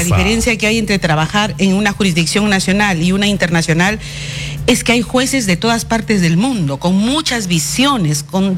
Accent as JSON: {"language": "Spanish", "country": "Peru", "said": "porque soy peruana"}